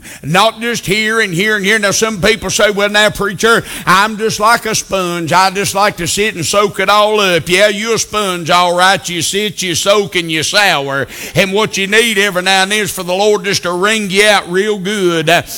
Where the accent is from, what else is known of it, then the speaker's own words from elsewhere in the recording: United States; we as American Christians